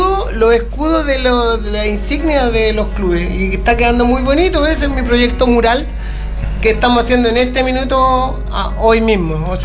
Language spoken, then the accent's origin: Spanish; Valparaíso, Chile; Yo soy de Playa Ancha, del sector de la Marina Mercante, por venir bajo, por venir alto. Ahí, de ahí soy yo y eso.